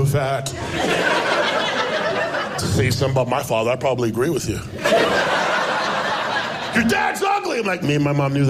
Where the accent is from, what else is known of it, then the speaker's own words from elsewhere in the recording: Toronto, Ontario, Canada; now in Las Vegas, United States; I'm from Toronto, Canada, but I live in Vegas.